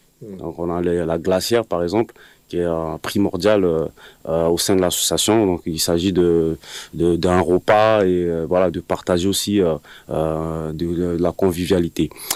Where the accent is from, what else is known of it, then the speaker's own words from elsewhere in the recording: Montpellier, Occitanie, France; j'ai grandi à Montpellier.